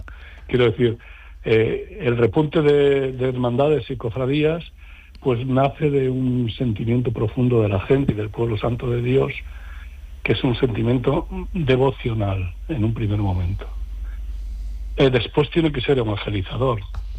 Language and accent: Spanish; Castile, Spain; born there; moved away